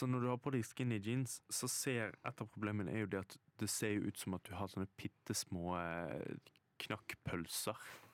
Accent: Bergen, Vestland, Norway; Men det er litt sånn, det var uvant for meg som bergenser.

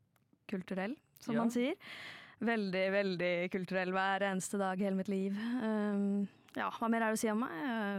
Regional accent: Hamar, Innlandet, Norway; Jeg er fra Hamar.

